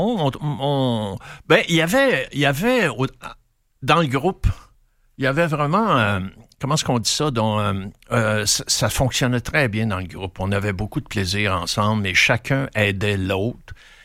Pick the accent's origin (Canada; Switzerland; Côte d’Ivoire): Canada; Granby, Quebec; Et moi, j'étais allé avec moi, je viens de Granby. On était cinq gars de Granby qui avaient été choisis par un éclaireur qui s'appelait Roger Bédard